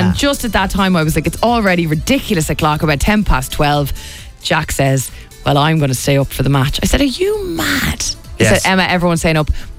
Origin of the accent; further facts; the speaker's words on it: Ireland; as Irish people